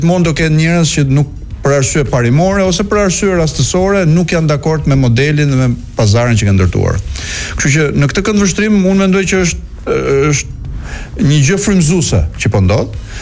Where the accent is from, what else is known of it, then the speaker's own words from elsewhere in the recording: Tirana, Tirana County, Albania; për ne që jemi rritur në Tiranë